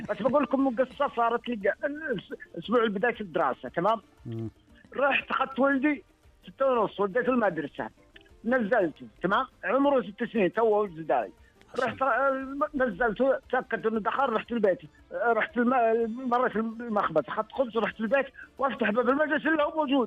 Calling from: Dammam, Eastern Province, Saudi Arabia; من مدينة الدمام، عروس المنطقة الشرقية.

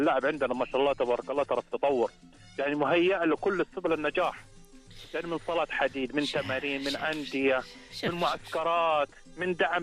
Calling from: Medina, Medina Province, Saudi Arabia; من المدينة

